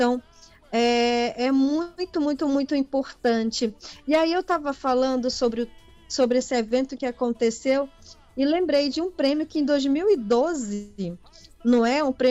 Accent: Belém, Pará, Brazil; por ser do Pará, lá de Belém, o Círio de Nazaré

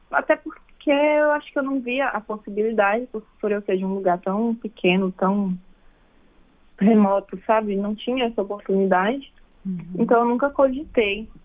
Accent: Ipitanga, Bahia, Brazil; Eu sou filha única, eu cresci aqui em Ipitanga, no interior da Bahia, e eu tive uma infância muito feliz.

